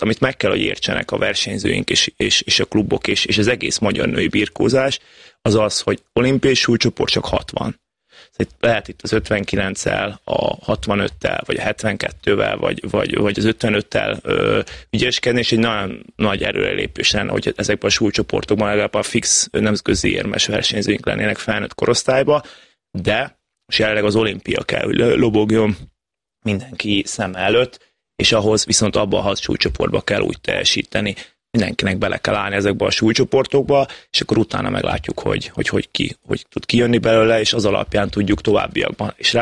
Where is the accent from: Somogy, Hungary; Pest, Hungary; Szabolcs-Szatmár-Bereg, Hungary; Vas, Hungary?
Vas, Hungary; Szombathely